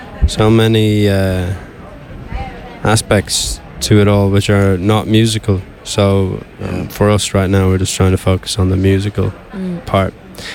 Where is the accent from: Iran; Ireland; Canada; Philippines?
Ireland; I think obviously being Irish, we love